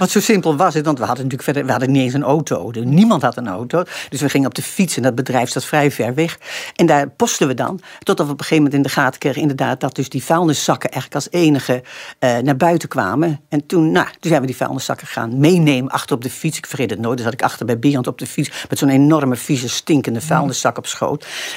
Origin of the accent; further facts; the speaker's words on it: Netherlands; Het was ook al omdat als Nederlander voelde ik me ook wel echt verplicht, weet je, om iets te doen.